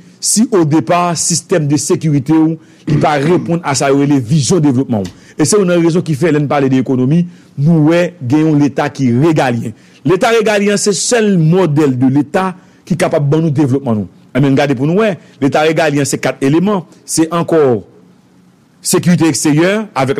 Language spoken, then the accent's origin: French; Haiti